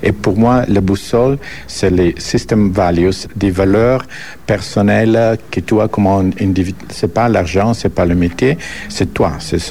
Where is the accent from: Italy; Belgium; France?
Italy; je suis italien, je suis catholique